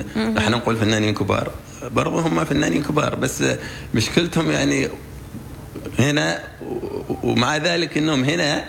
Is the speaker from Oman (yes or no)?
yes; Oman; accent: Omani; بنسمعها بلهجة عمانية؟ لا،